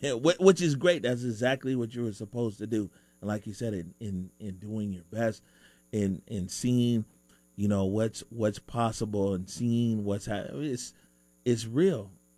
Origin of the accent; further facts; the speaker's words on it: Washington, United States; Growing up in the Central District and being in this media space and seeing people like yourself and even when I was younger, Connie Thompson and Steve Poole and Deborah Horn and all these guys.